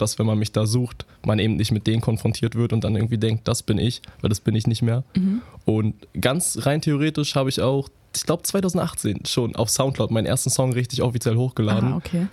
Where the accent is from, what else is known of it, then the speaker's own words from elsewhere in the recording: Luckenwalde, Brandenburg, Germany; Ich komme aus Luckenwalde und ich mache in meiner Freizeit ein bisschen Musik